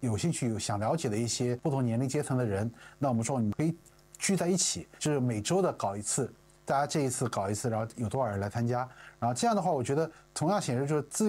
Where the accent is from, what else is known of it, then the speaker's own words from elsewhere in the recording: China; now in Australia; 作为中国人来讲，我觉得吃饭其实很必要的